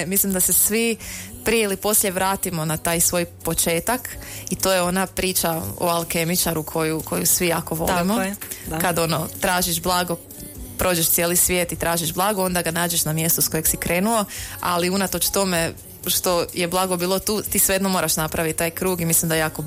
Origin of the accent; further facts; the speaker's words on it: Slavonia, Croatia; kod nas u Slavoniji jako poznata, odrasla sam uz njene taktove